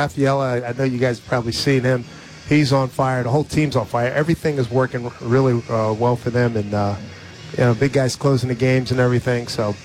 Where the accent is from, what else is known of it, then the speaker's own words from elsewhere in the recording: Philadelphia, Pennsylvania, United States; I started here, actually, born and raised in Philly, intern at the Philadelphia Inquirer for two summers